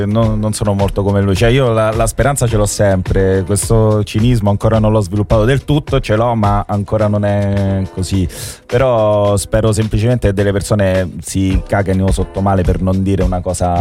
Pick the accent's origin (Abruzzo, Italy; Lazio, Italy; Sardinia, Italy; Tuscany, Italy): Lazio, Italy; Rome; Io da romano